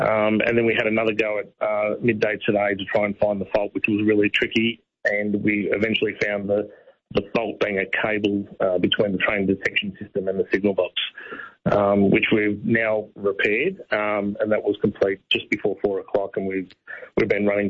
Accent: Geelong, Victoria, Australia; but I come from Geelong.

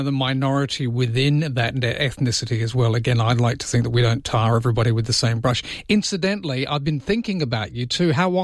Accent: South Africa; moved away; I grew up in South Africa in the 70s during the height of apartheid.

